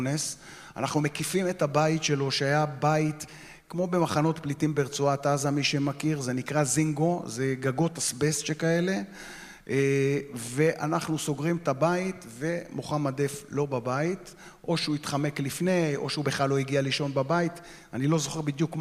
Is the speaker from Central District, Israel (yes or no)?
no; Ramat Gan, Tel Aviv District, Israel; ואני גדלתי סמוך לגבעתיים ברמת גן, ואני גם בוגר קלעי גבעתיים.